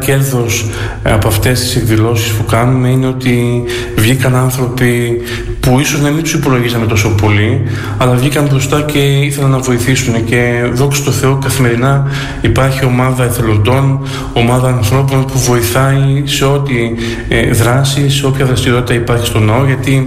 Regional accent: Serres, Central Macedonia, Greece; born there; moved away as an adult; also born or lived in Athens; Και εγώ έζησα στην Αθήνα 10 χρόνια και είχα τη δυνατότητα να συνεχίσω να ζω εκεί, αλλά με τράβηξε εδώ ο τόπος μου, ο τόπος που γεννήθηκα

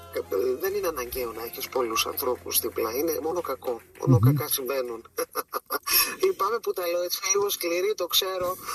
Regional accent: Cyprus; moved away as an adult; now in Greece; Από μικρό παιδί είμαι από την Κύπρο, ξεκίνησα από την Κύπρο, έτσι τα οδεία μου, τέσσερις σπουδές μου στο εξωτερικό, ήρθα Ελλάδα στα 23

